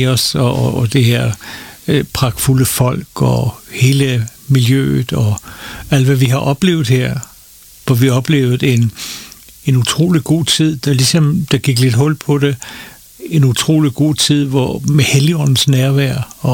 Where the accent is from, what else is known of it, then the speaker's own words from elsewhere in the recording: Copenhagen, Capital Region of Denmark, Denmark; also born or lived in Faroe Islands; now in Nexø, Denmark; Jeg voksede egentlig op i en tilknytning til Folkekirken, Utterslev Kirke. Jeg blev født der i København.